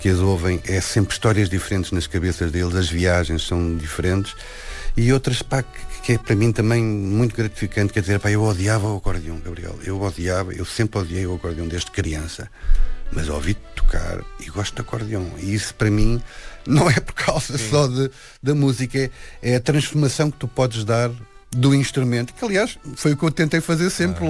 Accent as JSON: {"language": "Portuguese", "region": "Lisbon", "country": "Portugal", "tie": "born or raised there"}